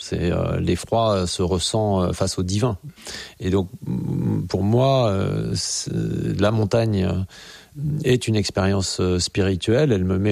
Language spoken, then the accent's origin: French; Grenoble, Auvergne-Rhône-Alpes, France; born there; puisque je suis né à Grenoble, donc il y avait le sapet, des plateaux autour de Grenoble.